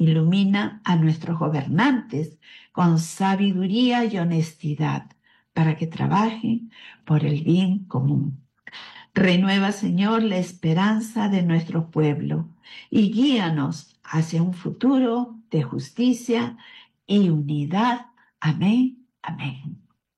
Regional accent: Peru

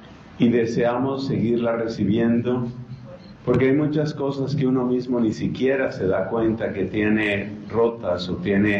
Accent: Colombia

